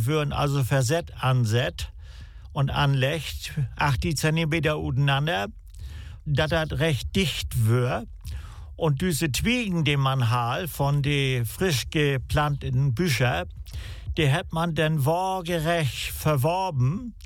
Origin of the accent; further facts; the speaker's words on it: Rendsburg, Schleswig-Holstein, Germany; Ja, ich komme aus Rendsburg. Das liegt im Kreis Plön in der untersten Hälfte. Und ja, da bin ich geboren und da lebe ich seitdem.